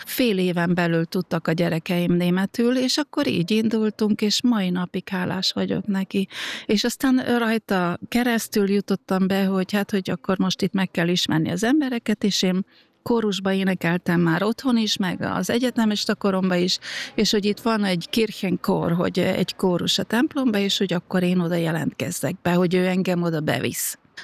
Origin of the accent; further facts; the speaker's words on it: Slovakia; moved away as an adult; now in Vienna, Austria; ott is én kétnyelvűként nőttem fel Felvidéken, hát anyanyelvi szinten beszéltük a szlovákot, annak ellenére, hogy magyar iskolába jártam.